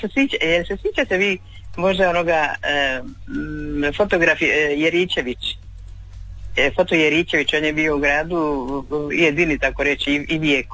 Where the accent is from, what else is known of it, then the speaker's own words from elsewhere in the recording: Split, Split-Dalmatia County, Croatia; Ja sam se rođena u srcu Varoša, kraj škole, Petra Preradovića ili centar.